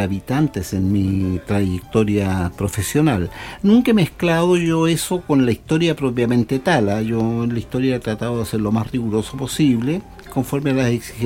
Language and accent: Spanish; Punitaqui, Coquimbo, Chile; also born or lived in La Serena / Pisco Elqui; yo soy un serenense. Yo nací en La Serena, pero siendo niño me crié en Punitaqui, en las cercanías de Ovalle. Y también en Piscuelqui. Mi familia paterna era de Punitaqui, mi familia materna de Piscuelqui.